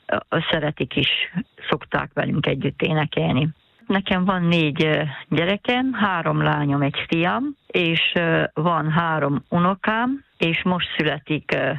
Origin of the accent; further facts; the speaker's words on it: Corund, Harghita, Romania; now in Budakeszi, Hungary; Mi Korondon nőttünk fel